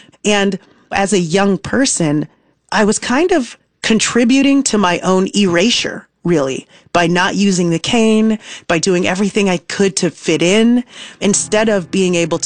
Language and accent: English; Nigeria; also born or lived in New York; as a Nigerian, or maybe as an Aries, or maybe as a New Yorker